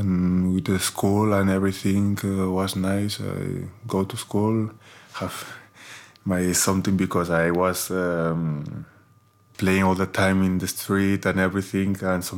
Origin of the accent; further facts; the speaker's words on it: Catalonia, Spain; English is a second language; my hometown is in Catalonia. It's like close to Barcelona, like 1 hour to Barcelona.